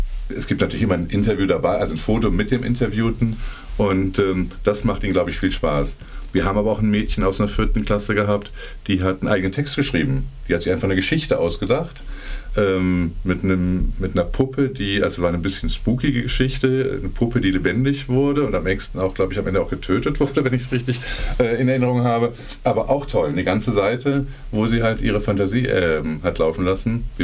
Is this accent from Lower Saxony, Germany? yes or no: no; Cologne, North Rhine-Westphalia, Germany; Köln, ich komme aus Köln